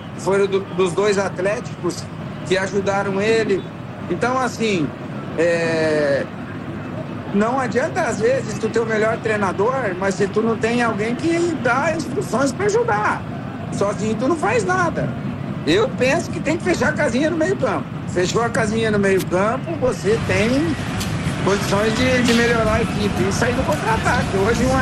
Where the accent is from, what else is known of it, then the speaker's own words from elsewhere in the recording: Brazil; nós somos brasileiros